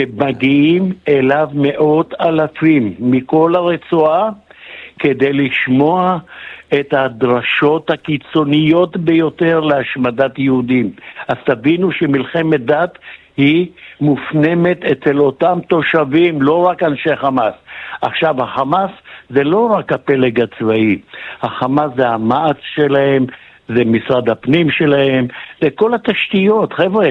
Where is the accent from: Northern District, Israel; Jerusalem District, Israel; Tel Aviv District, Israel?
Northern District, Israel; Tiberias; אני יליד בריה.